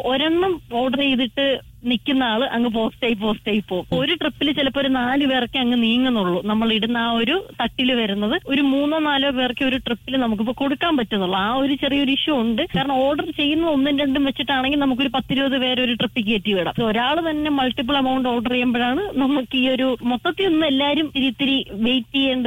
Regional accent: Alappuzha, Kerala, India; moved away as an adult; now in Thiruvananthapuram, India; അല്ല, എന്റെ home town വരുന്നത് ആലപ്പുഴയാണ്. ജനിച്ചതും വളർന്നതും പഠിച്ചതും എല്ലാം ആലപ്പുഴയാണ്. ട്രിവാൻഡ്രത്തേക്ക് UPSC പ്രിപ്പറേഷന് വേണ്ടി മാത്രം വന്നതാണ്.

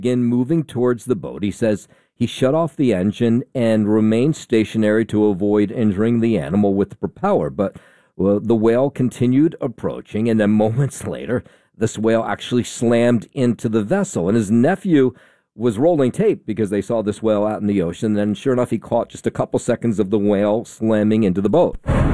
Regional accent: Jersey City, New Jersey, United States; Jersey City is my hometown. That's where I live.

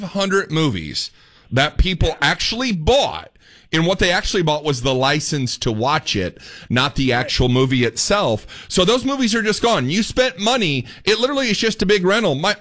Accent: Indiana, United States; Maybe it's just my age. Maybe it is because I'm from Indiana.

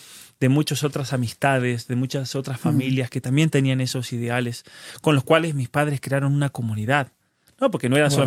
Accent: Barreal, San Juan, Argentina; moved away; una persona conocí a mi pueblo y me dice, nada bueno puede salir de ahí, de Barreal, de tu pueblo.

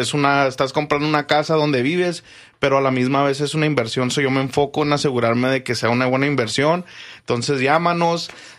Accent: Mexico; moved away; como mexicano, pues yo tengo permiso de trabajo

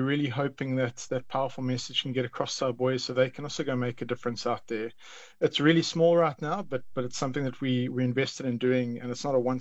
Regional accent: South Africa; We are twin with South Africa, and we are proudly South African.

